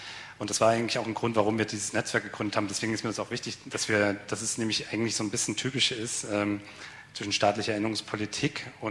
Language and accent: German; Saxony, Germany; ich bin ja aus Sachsen.